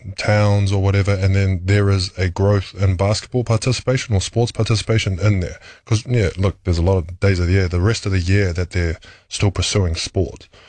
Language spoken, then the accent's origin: English; New Zealand; you kind of still keep to being Kiwi. You know what I mean? As much as I can, I mean, just try and be myself, man.